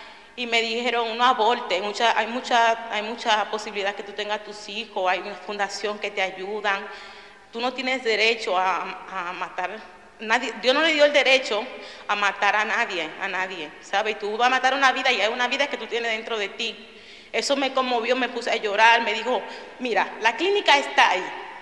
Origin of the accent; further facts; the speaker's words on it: Dominican Republic; moved away as an adult; soy de República Dominicana, tengo 3 niños y quedé embarazada aquí.